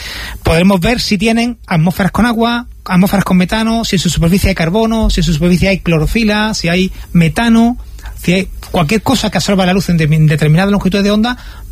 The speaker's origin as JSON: {"language": "Spanish", "country": "Spain", "said": "me duele como español"}